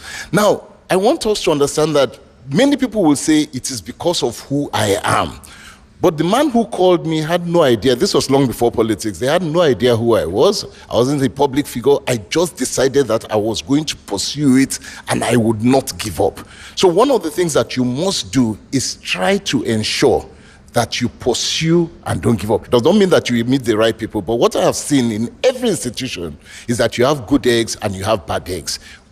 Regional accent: Nigeria; I have opened offices in many countries as a Nigerian speaking to the Nigerian narrative of being very, very aggressive, not taking no for an answer, pushing what we as Nigerians are good at.

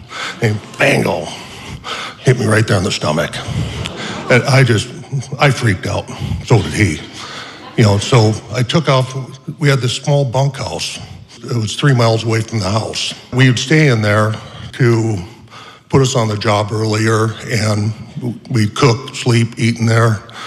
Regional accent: Alaska, United States; I was born and raised in the Brooks Range on a small homestead called Crevice Creek, and I'm the youngest of four siblings.

